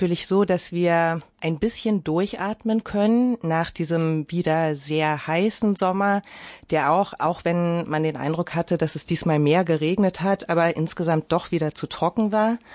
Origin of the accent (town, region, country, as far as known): Berlin, Germany; born or raised there